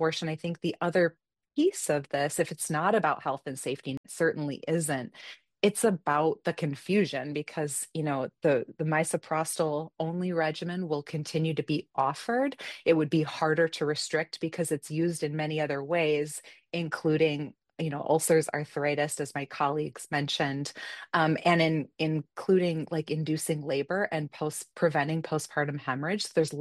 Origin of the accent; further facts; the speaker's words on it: Iowa, United States; And here in my home state of Iowa, it's actually 6 times more likely.